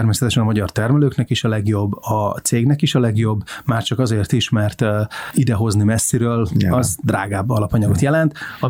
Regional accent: Székesfehérvár, Fejér, Hungary; Székesfehérváron nőttem föl, egy gimnáziumba jártam

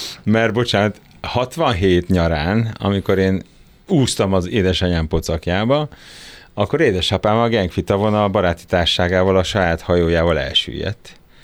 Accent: Hungary; also born or lived in Cape Town, South Africa; És hát én inkább magyar vagyok. Talán ez azért is szerencsésebb így, mert a nevem is egy magyar családi név, és nem egy ilyen Müller, vagy akármi, tehát azért ez is meghatározza, hogy nem kell magyarázkodnom.

